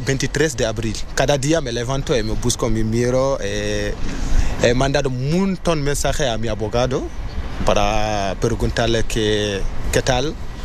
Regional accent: Mauritania; Spanish is a second language; moved away as an adult; also born or lived in Senegal; now in Madrid, Spain; soy mauritano y senegalés. Tengo 24 años. Llegué a España el 2 de marzo 2025.

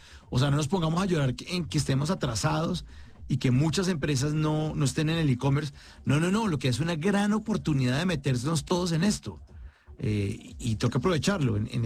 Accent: Colombia; Porque somos, los colombianos somos de los que, no sé, nos entregan un producto y lo armamos sin leer las instrucciones.

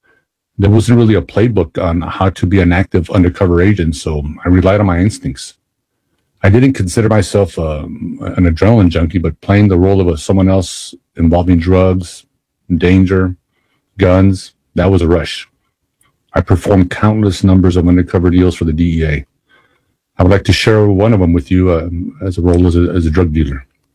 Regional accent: El Paso, Texas, United States; I was born and raised in El Paso, so I was familiar with the culture, the people, and the streets of the city.

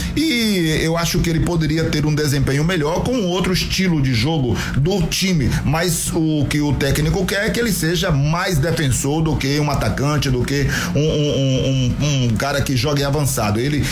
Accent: Northeast Region, Brazil; nós somos aqui do Nordeste

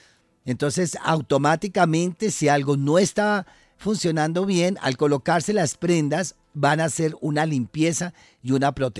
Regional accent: Facatativá, Cundinamarca, Colombia; Entonces, yo soy de Faca.

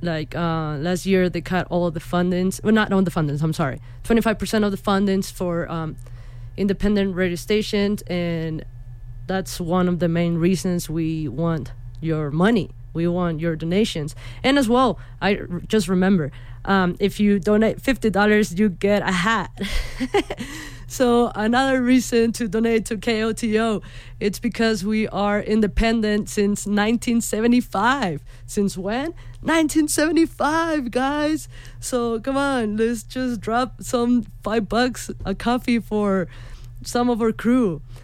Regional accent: Tijuana, Baja California, Mexico; English is a second language; moved away; So as I shared earlier, I grew up in Tijuana, so English is my second language.

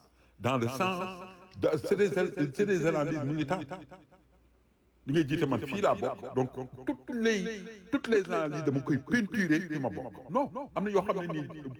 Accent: Senegal; j'ai analysé en tant que sénégalais du Sénégal

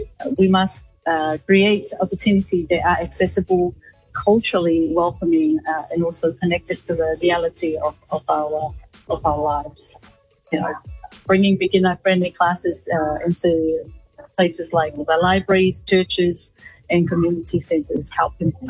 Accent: Tonga; moved away; I am Tongan, a wife and a mother of three daughters. I grew up in Tonga, where I was raised by my grandmother.

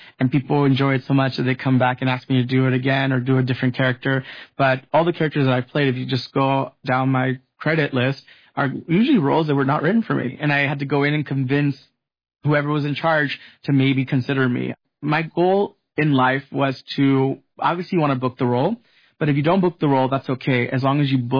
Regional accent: Los Angeles, California, United States; born or raised there

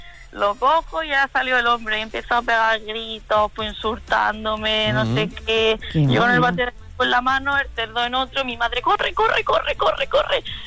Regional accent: Almería, Andalusia, Spain; nos fuimos a una finca ahí en mitad del invernadero, que soy de Almería

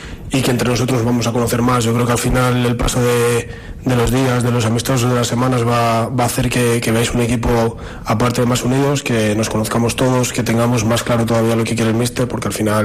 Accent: Valladolid, Castile and León, Spain; born there; also born or lived in Trascastro, Valle de Fornela; Yo nací en Valladolid, pero bueno, tengo un pueblecillo aquí pasando Favero, en el Valle de Fornela, Trascastro se llama, y mi familia siempre ha estado allí, en verano sobre todo, que es cuando podemos ir

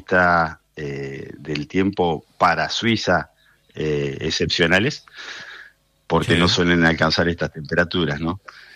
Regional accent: Río Gallegos, Santa Cruz, Argentina; Yo soy de Río Gallegos.

